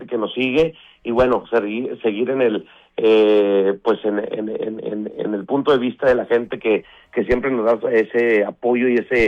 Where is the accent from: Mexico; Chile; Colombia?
Mexico; Chihuahua; moved away as an adult; now in Mexico City, Mexico; Y yo me fui a los 18 años y soy oriundo de Chihuahua. Y dije, bueno, me voy a aventurar a la Ciudad de México para tratar de hacer en grande pues de la trayectoria como cantante.